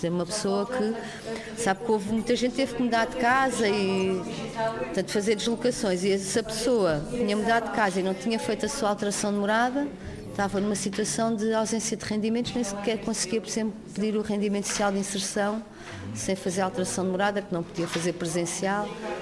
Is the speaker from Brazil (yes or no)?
no; Almada, Setúbal, Portugal; born there; Sim, eu não nasci aqui, não é? Nasci em Almada.